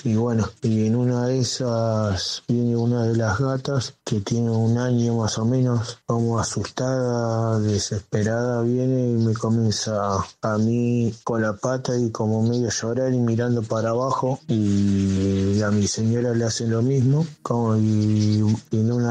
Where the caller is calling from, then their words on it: Quilmes, Buenos Aires Province, Argentina; de Quilmes.